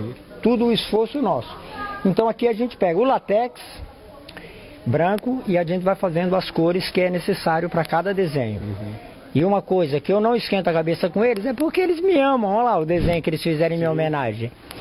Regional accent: São Paulo, Brazil; moved away; eu participei quando era criança, na Moca, lá onde eu cresci.

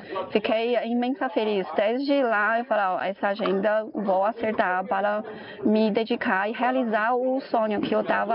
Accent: China; moved away as an adult; now in Brazil; Sou chinesa e sou...

